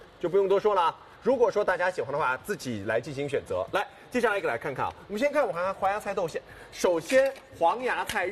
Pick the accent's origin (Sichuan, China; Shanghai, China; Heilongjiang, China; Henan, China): Shanghai, China; 这个是咱们上海人喜欢的口感，